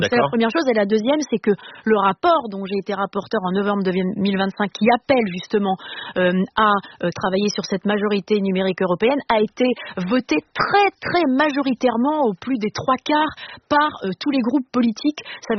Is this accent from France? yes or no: yes; Normandy, France; moi je suis normande et en Normandie, vous savez, on dit c'est à la fin de la foire